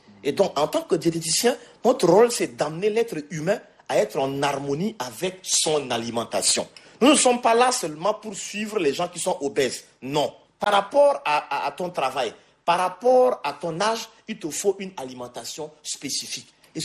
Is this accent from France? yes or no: no; Chad; on est tchadien